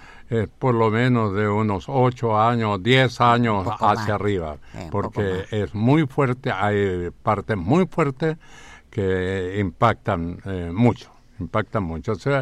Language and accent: Spanish; Los Ángeles, Biobío, Chile; born there; mi ciudad, que yo la quiero mucho, mucho. Bueno, nací en Los Ángeles